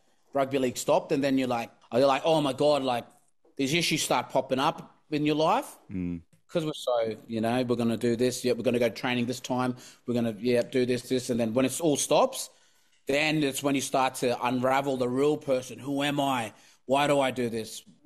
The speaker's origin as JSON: {"language": "English", "country": "Papua New Guinea", "tie": "born or raised there", "second_language": "English", "moved": "yes", "lives_now": "Cairns, Australia", "said": "I grew up in Papua New Guinea, so when I first moved over to Cairns, I didn't know English."}